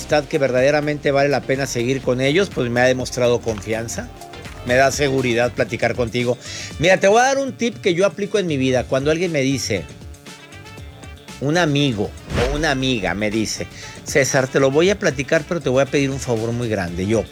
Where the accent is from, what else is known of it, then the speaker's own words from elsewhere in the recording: Nuevo León, Mexico; En Nuevo León, mi tierra querida.